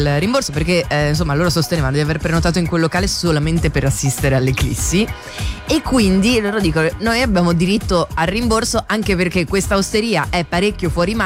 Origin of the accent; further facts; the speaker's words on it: Liguria, Italy; io sono ligure